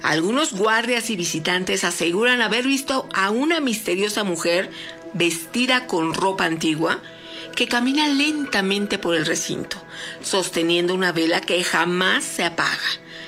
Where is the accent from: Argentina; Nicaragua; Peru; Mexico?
Mexico; Nuevo Laredo, Tamaulipas; Yo soy originario de Nuevo Laredo.